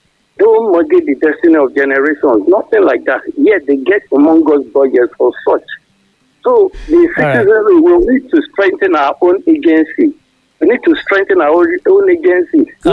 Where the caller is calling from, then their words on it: Ibadan, Oyo, Nigeria; I'm calling from Ring Road, Ibadan.